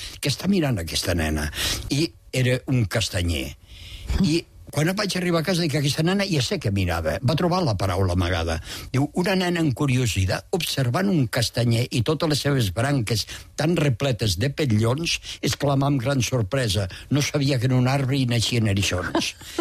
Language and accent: Catalan; Peramola, Catalonia, Spain; born there; Sí, jo vaig néixer a Peramola.